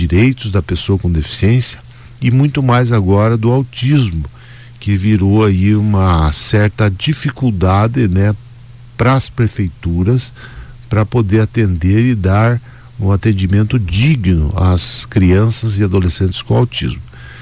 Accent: Fernandes Pinheiro, Paraná, Brazil; moved away as an adult; now in Ponta Grossa, Brazil; eu sou da região aqui, eu sou de Fernandes Pinheiro, muito próximo daqui, um lugar chamado Angaí. Nasci, me criei lá. E quando completei 18 anos, fui para Ponta Grossa, né?

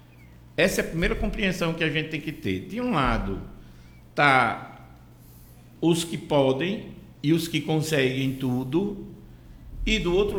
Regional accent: Pilar, Alagoas, Brazil; eu sou de uma cidadezinha pequena lá do litoral alagoano, né? Moro no Pilar. Cidade que tem um número grande de pescador e que tem um monte de problema.

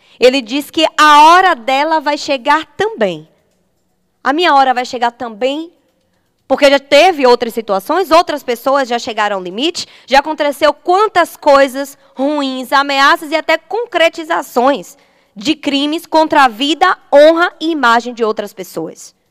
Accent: Coração de Maria, Bahia, Brazil; reside sozinha na cidade de Coração de Maria. Cidade essa a qual eu me criei, nasci no Hospital Ângelo Martins, tenho família, tenho residência fixa.

